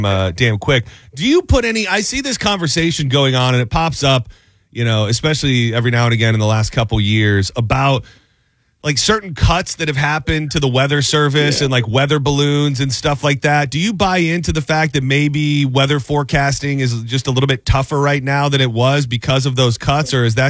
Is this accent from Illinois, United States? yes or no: no; Michigan, United States; Like, I don't remember that through my whole childhood growing up in Michigan.